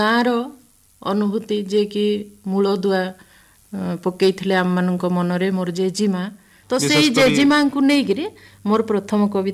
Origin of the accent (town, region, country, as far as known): Odisha, India; born or raised there